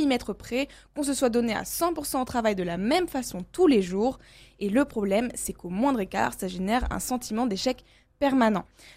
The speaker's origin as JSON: {"language": "French", "country": "France"}